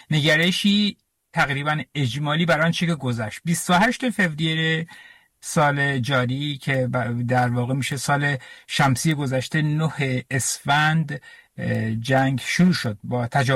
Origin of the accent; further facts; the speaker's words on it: Iran; به خاک وطنمان ایران